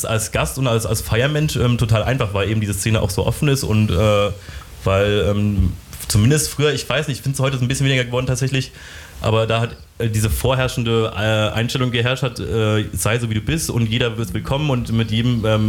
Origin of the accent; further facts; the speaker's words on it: Bonn, North Rhine-Westphalia, Germany; moved away as an adult; now in Cologne, Germany; Ich bin dann auch nach Köln gezogen und so. Ich komme eigentlich dann ursprünglich aus Bonn.